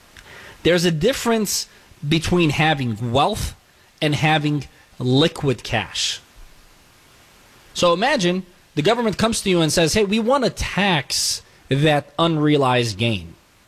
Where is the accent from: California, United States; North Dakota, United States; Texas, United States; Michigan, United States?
California, United States; as a Californian